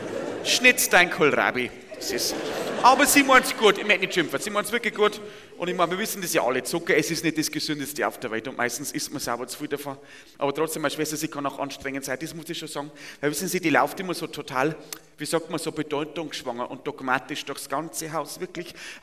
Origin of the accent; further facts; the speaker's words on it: Bavaria, Germany; ich komme vom Bauernhof, aus der Nähe von Passau, aus dem Bayerischen Wald. Und da wohne ich in einem Mehrgenerationenhaus.